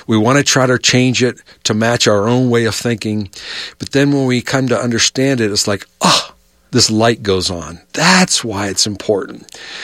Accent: Ohio, United States; Where I grew up in Ohio and other areas that I've served, I was familiar that the LDS culture was there

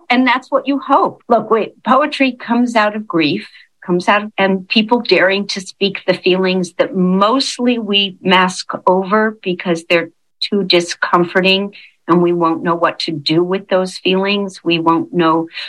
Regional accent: Los Angeles, California, United States; born there; So I was born in Los Angeles. My parents were not religious, but my father was a very literate Jew and passionate about Israel and passionate about Hebrew.

